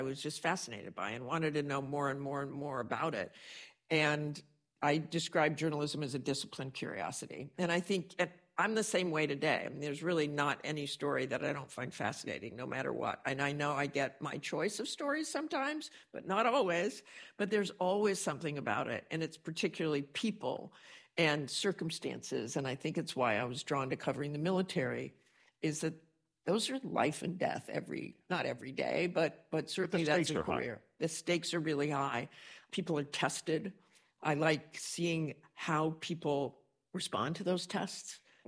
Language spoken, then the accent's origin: English; Salt Lake City, Utah, United States; born or raised there